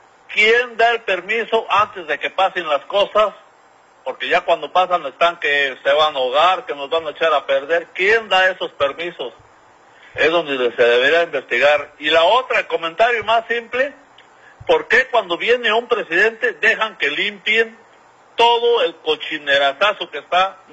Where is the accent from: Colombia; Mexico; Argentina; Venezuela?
Mexico; Michoacán; now in Coachella Valley, United States; Yo soy de Michoacán y vivo en el Valle de Coachella, pero todos los días escucho su programa.